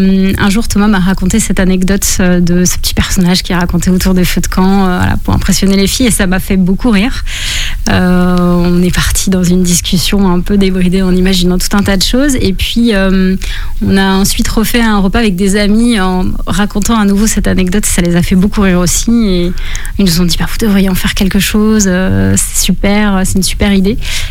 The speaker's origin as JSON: {"language": "French", "town": "La Garnache", "region": "Pays de la Loire", "country": "France", "tie": "born or raised there", "lives_now": "Noirmoutier, France", "said": "moi, j'ai grandi à la Garnache, mais je viens à Noirmoutier depuis que je suis toute petite. Ouais. J'ai connu l'île toute ma vie."}